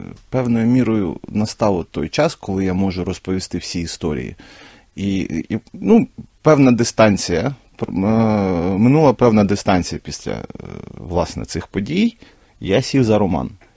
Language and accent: Ukrainian; Kerch, Crimea, Ukraine; moved away as an adult; Мій рідний Крим... Я почав ловити себе на думці, що я вже його майже не пам'ятаю.